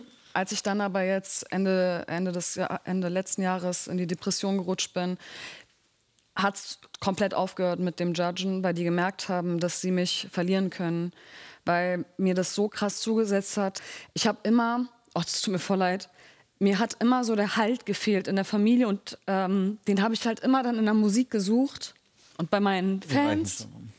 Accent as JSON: {"language": "German", "region": "Berlin", "country": "Germany", "tie": "born or raised there", "said": "ich komme aus Berlin-Moabit. Das war mal sehr laut, sehr viele Türken, sehr viele Araber im Haus. Ich habe drei Geschwister, ich bin mit wenig Geld groß geworden und beide Eltern halt irgendwie aus ganz einfachen Verhältnissen."}